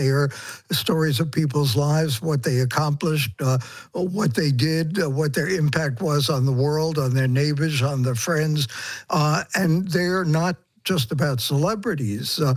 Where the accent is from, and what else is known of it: Brooklyn, New York, United States; born or raised there